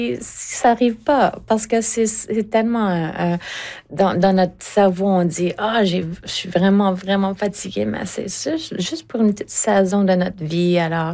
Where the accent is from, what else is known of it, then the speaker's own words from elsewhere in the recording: Eastern Canada, Canada; il y a tellement une liberté d'en parler parce que je viens de l'Est du Canada.